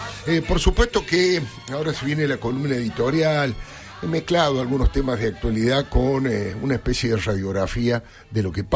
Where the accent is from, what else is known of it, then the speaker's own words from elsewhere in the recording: Argentina; en lo que mejor nos representa como argentinos